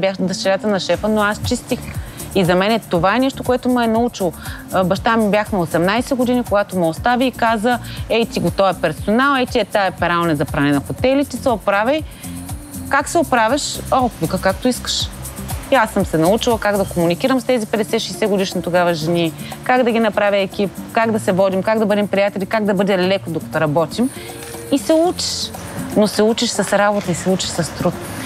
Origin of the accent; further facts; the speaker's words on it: Varna, Varna Province, Bulgaria; now in Barcelona, Spain; аз съм от Варна, той от София, живеем в близо до Барселона